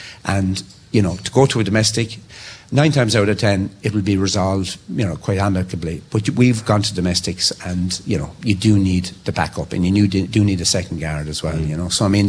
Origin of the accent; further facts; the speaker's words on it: Ireland; being Irish, I'm Irish, we're all Irish